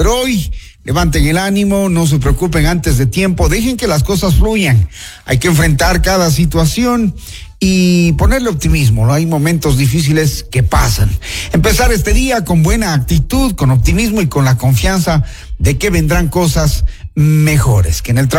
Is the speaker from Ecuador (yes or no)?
yes; Ecuador; como ecuatorianos nos desmotiva